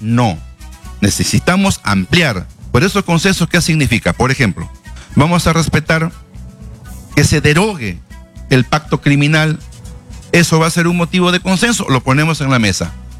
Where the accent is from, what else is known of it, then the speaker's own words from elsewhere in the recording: Peru; nosotros pues tenemos una gran ventaja como peruanos, ¿no?